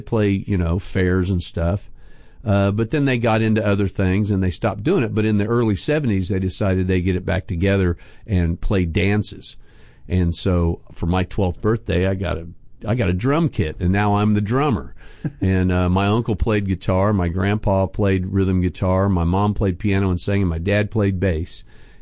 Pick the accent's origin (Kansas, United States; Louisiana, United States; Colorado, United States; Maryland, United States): Kansas, United States; Lawrence; moved away; It is my hometown, absolutely. Okay. I went to Lawrence High. I went to Call Valley Grade School.